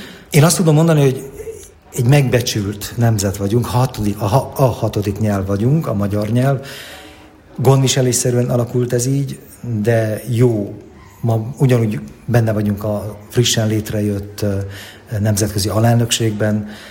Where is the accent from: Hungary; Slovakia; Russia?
Hungary; Én azt tudom, hogy tudod, magyarként a nemzetközi térben mindig ilyen kisebbségi komplexusaink vannak.